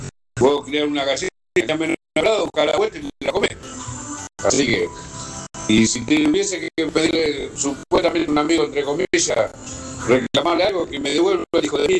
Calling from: Tandil, Buenos Aires Province, Argentina; de Tandil.

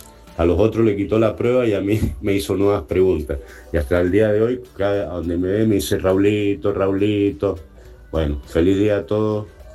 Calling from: San Rafael, Mendoza, Argentina; de San Rafael Mendoza.

